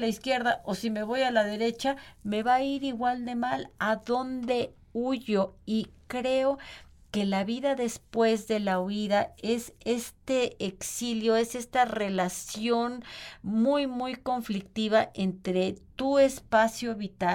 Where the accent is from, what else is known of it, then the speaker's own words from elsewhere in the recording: Mexico; Yo soy mexicana de hueso colorado y nunca, nunca, o sea, he vivido en otros lugares y sé lo que es estar, no en el exilio, pero sí lejos de casa y no, yo no me, espero nunca tener que irme de México.